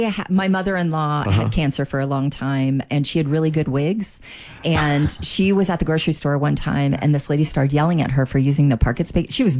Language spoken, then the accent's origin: English; Miami, Florida, United States; I grew up in Miami, so I took Spanish from like kindergarten on. And because I was in Miami, I can cuss really well in Spanish